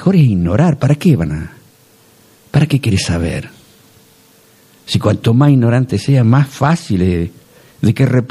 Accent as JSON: {"language": "Spanish", "country": "Argentina"}